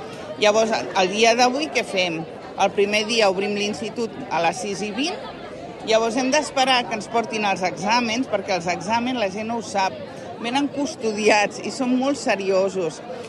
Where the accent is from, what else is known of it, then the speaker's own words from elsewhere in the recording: Malgrat de Mar, Catalonia, Spain; Sí, també vinc de Malgrat.